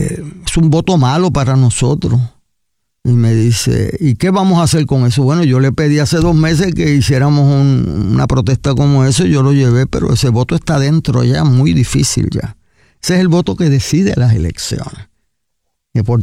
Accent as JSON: {"language": "Spanish", "region": "San Juan", "country": "Puerto Rico", "tie": "born or raised there", "said": "yo, que soy de Río Piedras, te puedo decir que hay cosas que dijeron que yo no sabía bien lo que querían decir. Y yo me crié en Río Piedras"}